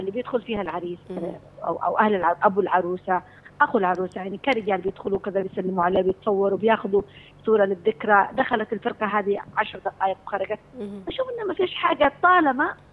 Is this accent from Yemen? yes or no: yes; Yemen